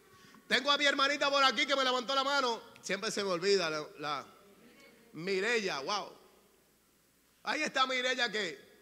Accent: Dominican Republic; moved away; hace 39 años, cuando estuve en República Dominicana llegaron un grupo de misioneros. Estos misioneros llegaron de Puerto Rico y, llegando a mi tierra, se estacionaron en mi casa.

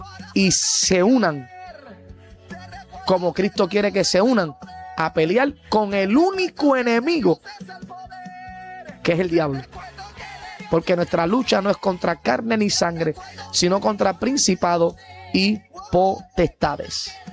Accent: Puerto Rico; Pero yo, como puertorriqueño

